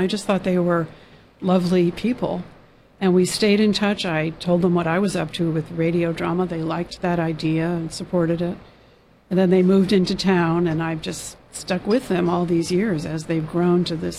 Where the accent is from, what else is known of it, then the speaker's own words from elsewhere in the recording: Tokyo, Japan; moved away; also born or lived in New York / Los Angeles; I grew up in Tokyo, then I lived in New York and L.A., so I didn't know anything about small towns.